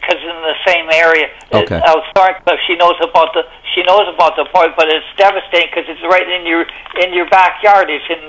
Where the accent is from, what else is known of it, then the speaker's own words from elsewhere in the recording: Calgary, Alberta, Canada; born there; now in Newfoundland, Canada; I have relatives in Alberta, and I was born in Calgary, so I really love my home province in Alberta. I love my province, but this is my adopted home in Newfoundland now